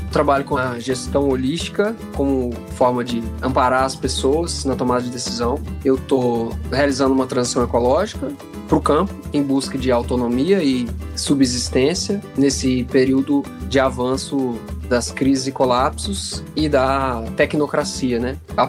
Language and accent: Portuguese; Espírito Santo, Brazil; born there; Eu nasci no Espírito Santo, mas meus pais são mineiros. Meu pai nasceu em Valadares, minha mãe em Teoflotone.